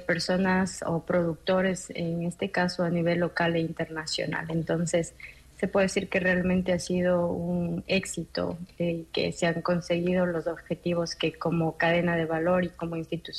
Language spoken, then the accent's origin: Spanish; Ecuador; nosotros como ecuatorianos